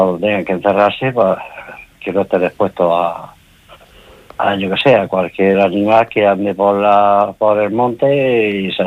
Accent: Andalusia, Spain; now in Region of Murcia, Spain; Yo no soy de aquí de la región de Murcia, pero llevo más de 60 años aquí en la región de Murcia. Yo provengo de la zona de Andalucía.

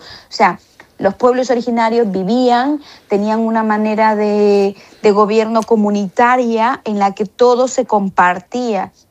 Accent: Riobamba, Chimborazo, Ecuador; now in Spain; Si estás en la cordillera de los Andes, de donde soy yo, en Riobamba

